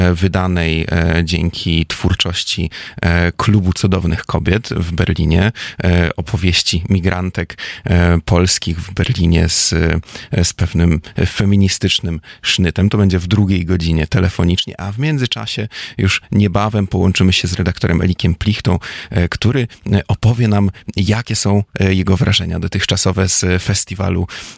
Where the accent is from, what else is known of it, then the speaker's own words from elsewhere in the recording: Gdańsk, Pomeranian Voivodeship, Poland; German is a second language; now in Darmstadt, Germany; Ich komme auch selbst aus Danzig